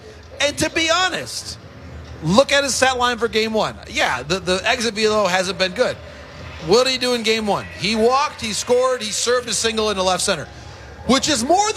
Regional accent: Midwest, United States; now in Southern California, United States; I say as a Midwesterner who on many a New Year's Day has woken up in my snowy climb

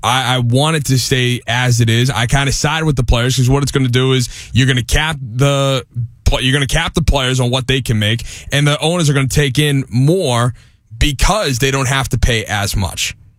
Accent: Boston, Massachusetts, United States; coming from me growing up in Boston, dealing with a big market compared to Tampa

